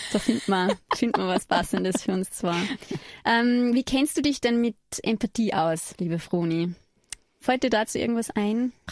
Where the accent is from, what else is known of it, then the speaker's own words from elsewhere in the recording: Trentino-Alto Adige, Italy; ich bin eine Südtirolerin, bin heuer 40 Jahre alt geworden